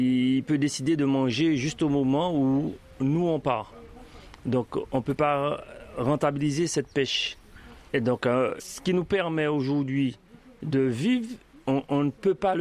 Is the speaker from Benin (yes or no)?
no; Le Vauclin, Martinique; Je suis du Vauclin. de la plus belle commune.